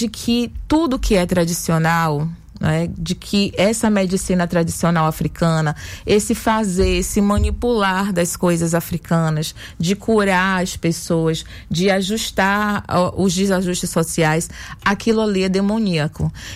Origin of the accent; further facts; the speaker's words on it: Salvador, Bahia, Brazil; Eu nasci no Engenho de Brotas.